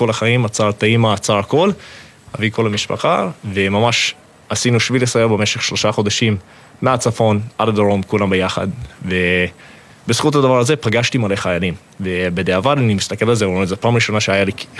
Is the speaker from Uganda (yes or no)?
yes; Uganda; Hebrew is a second language; also born or lived in United States; now in Israel; אני עולה מאוגנדה, נולדתי בארצות הברית, עליתי לארץ בערך לפני 3 שנים